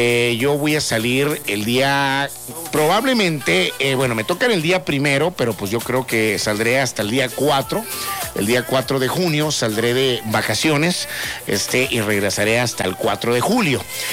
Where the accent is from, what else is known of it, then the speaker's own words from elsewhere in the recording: Navojoa, Sonora, Mexico; moved away; mi tierra, Navojoa, Sonora